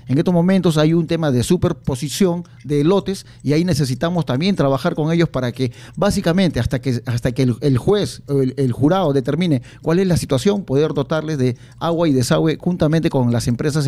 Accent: Lima, Peru; born or raised there

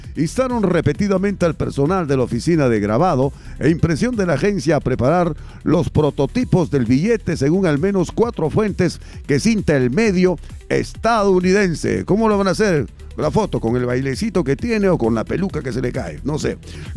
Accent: Peru

